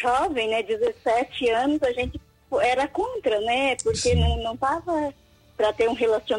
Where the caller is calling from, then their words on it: Araranguá, Santa Catarina, Brazil; De Araranguá, Santa Catarina.